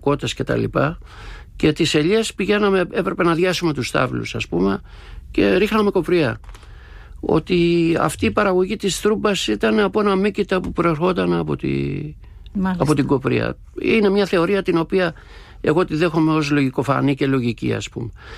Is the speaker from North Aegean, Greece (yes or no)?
yes; Mesa Didyma, North Aegean, Greece; Το χωριό μου λέγεται Μέσα Διδήμα και είναι κεντρικά της Χίου, τη θάλασσα τη βλέπουμε με το κιάλι. Είναι δηλαδή σε απόσταση 1500 μέτρων περίπου στην ευθεία. Κεντρική ή νότια Χίο, στην καρδιά του, στα μαστιχοχώρια είναι.